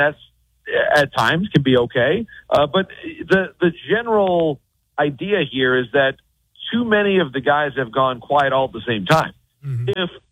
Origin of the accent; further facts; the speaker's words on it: Midwest, United States; I'm from the Midwest in a small town, Mike.